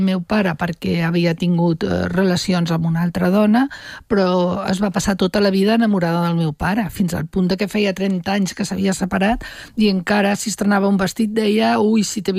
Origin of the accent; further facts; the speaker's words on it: Catalonia, Spain; accent: Catalan; jo quan surto tinc accent català, parlo castellà, i la major part de les coordenades les tinc d'aquí